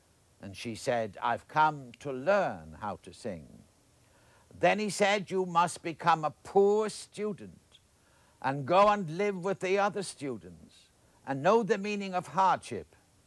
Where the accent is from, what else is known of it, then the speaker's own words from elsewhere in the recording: Ireland; When I was growing up in Ireland, a long time ago